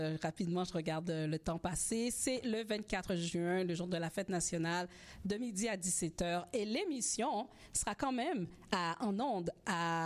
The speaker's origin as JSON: {"language": "French", "region": "Quebec", "country": "Canada", "said": "Et nous sommes Québécois aussi, hein?"}